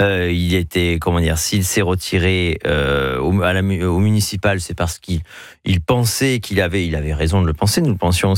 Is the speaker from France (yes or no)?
yes; France; C'est en effet ce que nous, on dira en tant que Français, l'assimilation